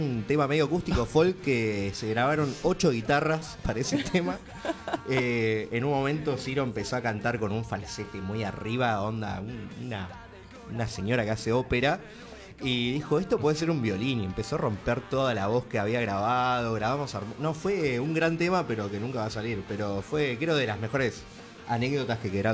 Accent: San Miguel, Buenos Aires Province, Argentina; somos de San Miguel, de zona norte-oeste.

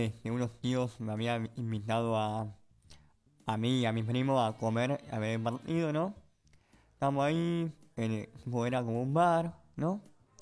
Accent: Argentina; no ir como un argentino más

